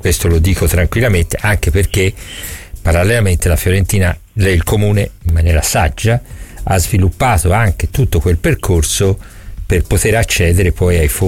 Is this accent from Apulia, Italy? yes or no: no; Florence, Tuscany, Italy; io sono fiorentino, ci mancherebbe altro.